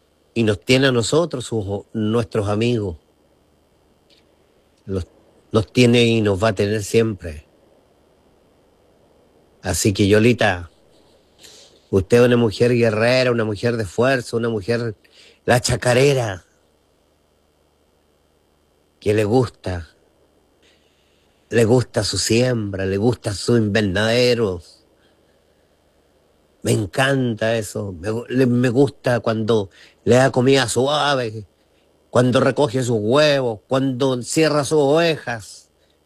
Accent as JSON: {"language": "Spanish", "region": "Los Ríos", "country": "Chile", "said": "digámosle como le decíamos en Ranco."}